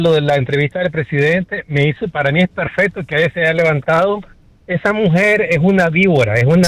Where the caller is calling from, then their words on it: Nicaragua; Soy Maga, pero soy extra Maga y soy Nica.